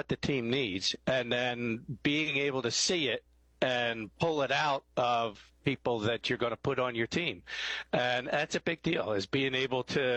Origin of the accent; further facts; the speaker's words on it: Pennsylvania, United States; Outside of Philadelphia in rural Pennsylvania, I have three brothers. I am the oldest and the trailblazer.